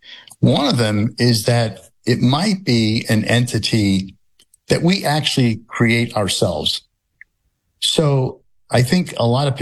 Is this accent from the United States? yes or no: yes; New England, United States; So, I grew up in New England, and, any time you're anywhere in New England, you don't have to walk more than 5 or 6 feet before you come across some bit of history